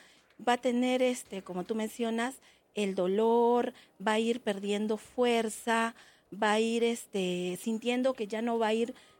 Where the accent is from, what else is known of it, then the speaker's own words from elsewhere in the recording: Peru; nosotros somos 35 millones de peruanos aproximadamente